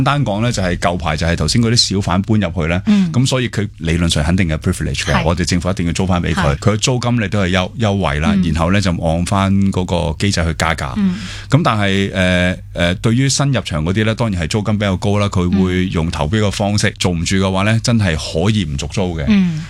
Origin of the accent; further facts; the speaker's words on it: Hong Kong; 承诺对于我哋香港人嚟讲好重要嘅。